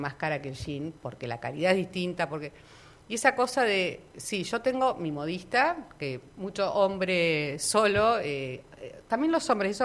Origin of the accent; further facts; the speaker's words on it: Argentina; Pero no, yo soy de Argentina.